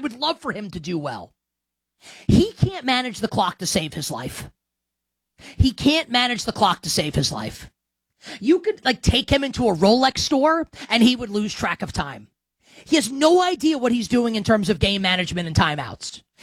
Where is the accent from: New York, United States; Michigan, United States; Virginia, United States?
New York, United States; I'm not a Jets fan, but I grew up in New York when Aaron Glenn was starring at corner for the Jets.